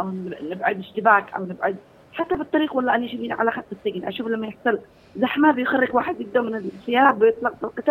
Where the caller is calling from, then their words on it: Yemen; بثقافتنا كيمنيين